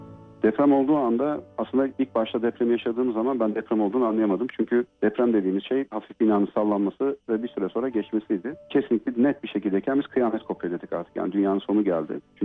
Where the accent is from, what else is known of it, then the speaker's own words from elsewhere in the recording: Kars, Turkey; also born or lived in Gölcük; 1976 Kars doğumluyum. İlk öğretimimi Kars'ta, diğer öğrenimlerimi de Kocaeli'nin Gölcük ilçesinde tamamladım.